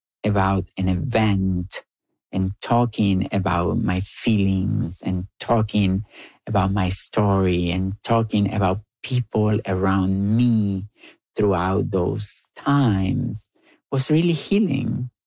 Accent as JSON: {"language": "English", "town": "Gálvez", "region": "Santa Fe", "country": "Argentina", "tie": "born or raised there", "said": "That you love to talk about my hometown. I was born in Ciudad de Galvez. Most people live from agriculture. The town is very little and everybody knows you"}